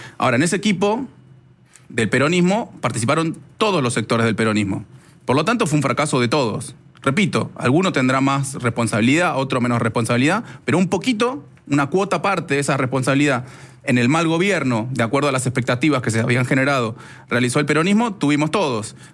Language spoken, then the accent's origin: Spanish; Quilmes, Buenos Aires Province, Argentina; Yo soy de Quilmes.